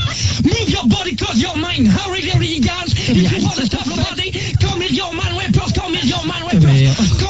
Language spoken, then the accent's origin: French; Brest, Brittany, France; Je suis de Brest.